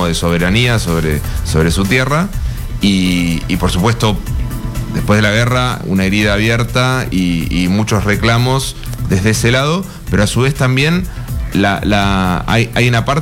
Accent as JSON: {"language": "Spanish", "country": "Argentina", "said": "Nosotros como argentinos por ahí somos muy orgullosos de ese evento en particular"}